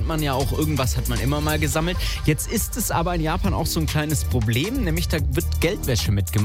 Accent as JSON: {"language": "German", "region": "Baden-Württemberg", "country": "Germany"}